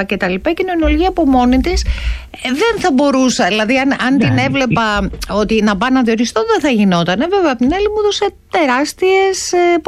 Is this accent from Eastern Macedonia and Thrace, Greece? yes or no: no; Serres, Central Macedonia, Greece; Ή στα Σέρα, στην πατρίδα μου, τι έγινε με αυτή τη σχολή, 2.500 πάνω.